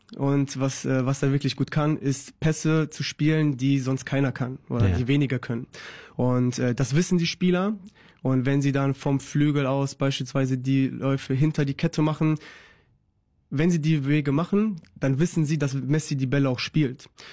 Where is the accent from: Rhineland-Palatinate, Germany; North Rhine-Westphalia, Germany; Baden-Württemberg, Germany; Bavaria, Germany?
North Rhine-Westphalia, Germany; Dortmund; für mich als Dortmunder, ich habe ihn ja auch schon auf verschiedenen Positionen spielen gesehen